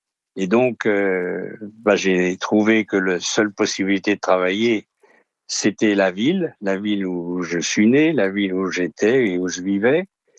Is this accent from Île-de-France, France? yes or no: yes; Paris, Île-de-France, France; je suis parisien et c'était très difficile à l'époque, c'est-à-dire début des années 60.